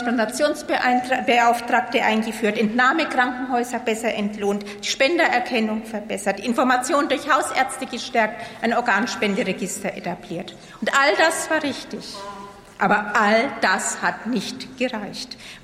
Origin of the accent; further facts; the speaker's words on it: Königshofen, Germany; Zum Beispiel an Tobias Werner aus meiner Heimat in Königshofen